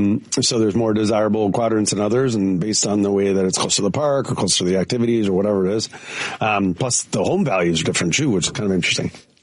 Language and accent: English; Wilmette, Illinois, United States; I'm from Wilmette.